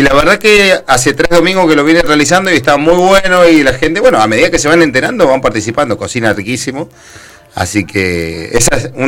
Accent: Santiago del Estero, Argentina; moved away; que somos todos de Santiago del Estero, por lo menos mi familia toda de Santiago del Estero.

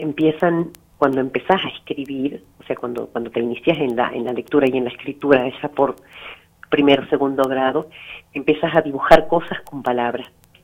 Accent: San José, Catamarca, Argentina; moved away as an adult; now in Santa Cruz, Argentina; Por acá ahora estoy en Santa María, Catamarca. En San José, un pueblito más pequeño, que es donde vivía mi madre. Bien. Donde pasé mi infancia y mi juventud antes de viajar a Santa Cruz.

